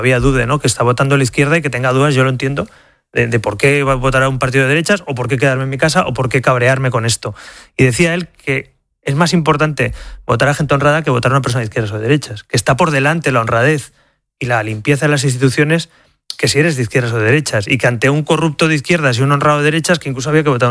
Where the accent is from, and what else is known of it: Spain